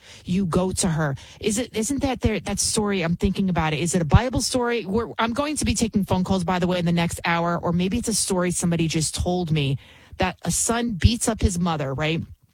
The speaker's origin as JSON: {"language": "English", "town": "New York City", "region": "New York", "country": "United States", "lives_now": "about 25 miles outside New York City, United States", "said": "You can tell I'm from the Bronx, right?"}